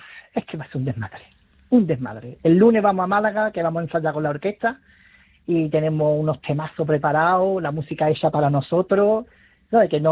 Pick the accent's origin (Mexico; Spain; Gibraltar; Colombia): Gibraltar; para mi público de Gibraltar, y bueno, y el campo de Gibraltar